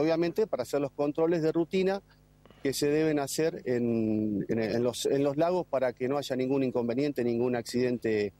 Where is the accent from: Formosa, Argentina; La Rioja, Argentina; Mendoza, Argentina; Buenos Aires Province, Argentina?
Buenos Aires Province, Argentina; Punta Alta; now in Neuquén, Argentina; soy oriundo de la ciudad de Punta Alta, nací en el Hospital Naval Puerto Belgrano. Así que soy el primero de la fuerza